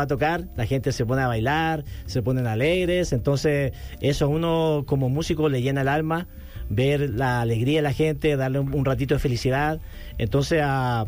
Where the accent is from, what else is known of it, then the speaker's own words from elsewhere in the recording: Viña del Mar, Valparaíso, Chile; now in Los Angeles, United States; yo crecí en Chile, pero he vivido la mayor parte de mi vida en Los Ángeles, en California.